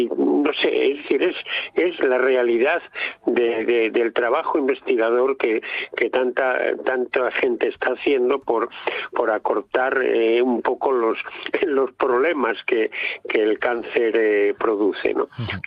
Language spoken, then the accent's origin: Spanish; Castile and León, Spain; que el maestro que tuve yo en mi pueblo, un pueblo de la provincia de Ávila